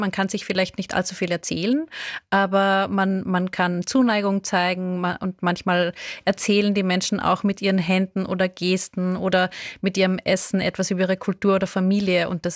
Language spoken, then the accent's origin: German; Upper Austria, Austria; Ich bin aufgewachsen in der Nähe des Flughafens Linz